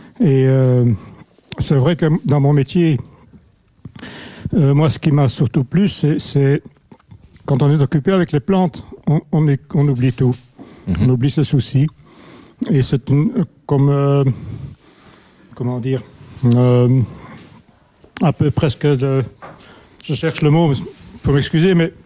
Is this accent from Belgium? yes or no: yes; Flanders, Belgium; born there; first language French; now in Brussels, Belgium; Je suis né en Flandre, mais je suis devenu un Bruxellaire. Voilà, parce que ça fait quand même 45 ans que je vis à Bruxelles.